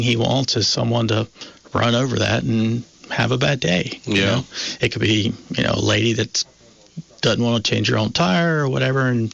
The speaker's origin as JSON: {"language": "English", "region": "North Carolina", "country": "United States", "tie": "born or raised there", "said": "I grew up in North Carolina."}